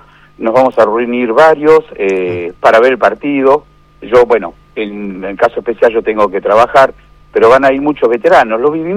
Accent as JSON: {"language": "Spanish", "country": "Argentina", "said": "lo que somos los argentinos"}